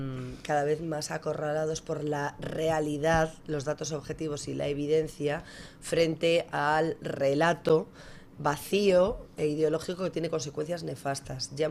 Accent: Spain

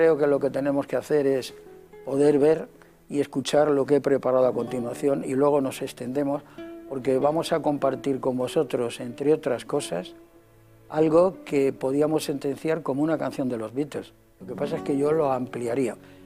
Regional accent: Madrid, Community of Madrid, Spain; yo en un piso al lado de la Plaza España. Entonces la Gran Vía era para mí una prolongación de mi domicilio

